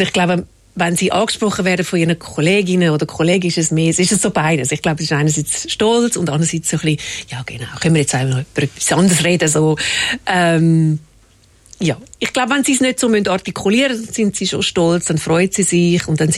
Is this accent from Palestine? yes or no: no; Horgen, Zurich, Switzerland; Ich bin in Horgen aufgewachsen.